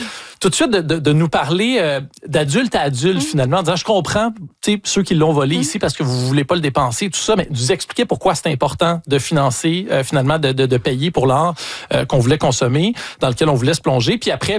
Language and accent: French; Repentigny, Quebec, Canada; On y est confronté aux … quand on vient quand on a grandi à Repentigny.